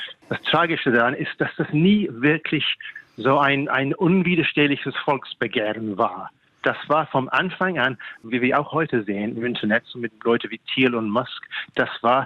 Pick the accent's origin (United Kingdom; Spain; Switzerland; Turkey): United Kingdom; England; Ich als Engländer darf das sagen.